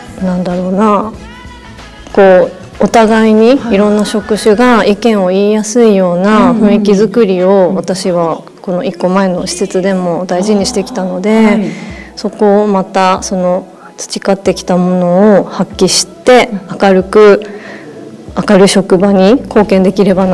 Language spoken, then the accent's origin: Japanese; Yuzawa, Akita, Japan; 私ずっと湯沢市で生まれて湯沢市で育ってきたんですが